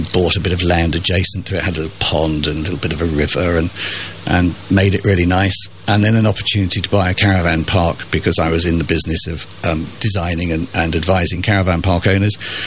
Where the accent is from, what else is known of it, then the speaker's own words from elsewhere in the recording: Harrow, London, United Kingdom; also born or lived in Wandsworth; Born in London. I tell people I was born in Wandsworth Jail, but I wasn't. It was a stone's throw from. And there I spent only, a couple of years of my early life, and then moved to Harrow, below the hill